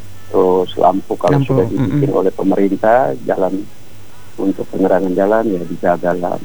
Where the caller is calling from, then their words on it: Indonesia; di daerah saya, tempat tinggal saya, Kelurahan Murabeji.